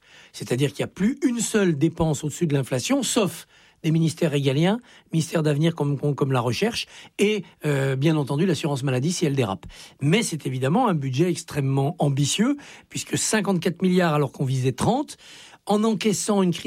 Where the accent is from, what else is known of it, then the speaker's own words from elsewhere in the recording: Auvergne-Rhône-Alpes, France; trouvé très clair sur le sujet qui me tient à cœur aussi des Jeux Olympiques d'hiver 2030, puisque je suis des Hauts-de-Savoie.